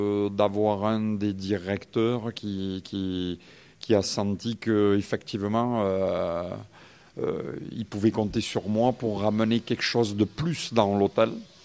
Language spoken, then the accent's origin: French; France; moved away as an adult; now in Madeira, Portugal; quand je suis parti de France pour venir à Madère, j'étais dans un restaurant 3 étoiles au guide Michelin